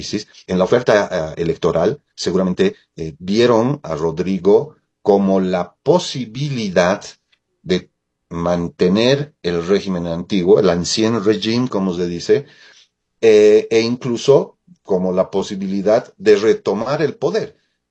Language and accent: Spanish; Bolivia; La crisis constante en mi país es normal